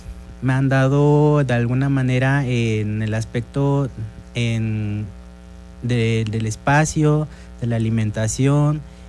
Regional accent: Mexico; moved away as an adult; now in Acatlán, Mexico; yo soy de Tultepec de Guerrero. Entonces, pero me tocó estar ahora sí que aquí en el municipio de Acatlán.

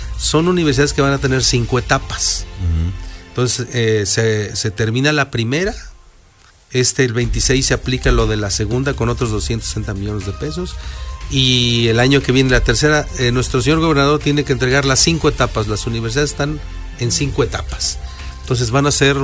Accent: Acajete, Puebla, Mexico; los que somos de no de Puebla capital, yo no soy de tan lejos, de Acajete.

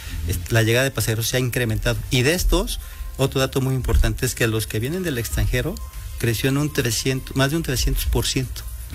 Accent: Puebla, Mexico; nuestro trabajo es dedicarnos a difundir todas estas grandes oportunidades que ya tenemos como poblanos

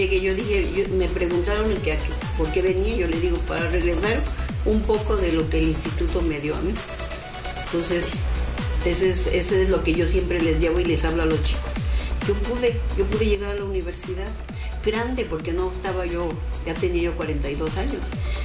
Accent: Mexico City, Mexico; moved away as an adult; soy de la Ciudad de México, pero pues me vine a casar acá.

